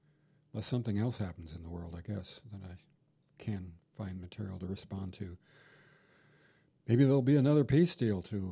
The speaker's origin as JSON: {"language": "English", "town": "Columbus", "region": "Ohio", "country": "United States", "tie": "born or raised there", "lives_now": "California, United States", "said": "I grew up in Columbus, Ohio, worked with the great journalist Bob Fitrakis, as I said, worked on election issues, too, in Ohio through the years."}